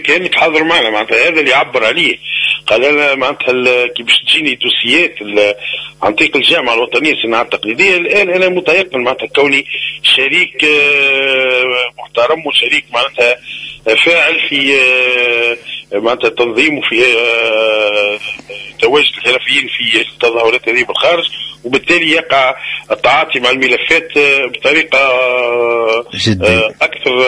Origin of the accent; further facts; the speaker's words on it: Tunisia; هنا من عندنا في تونس